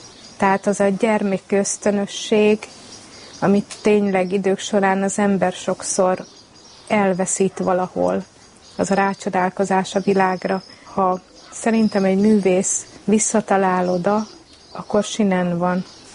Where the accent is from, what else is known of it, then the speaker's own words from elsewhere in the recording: Hungary; born there; És roma vagyok, de én itt születtem, én magyarul beszélek, én magyarul adózok, magyarul álmodom, magyarul imádkozom, mindent magyarul csinálok.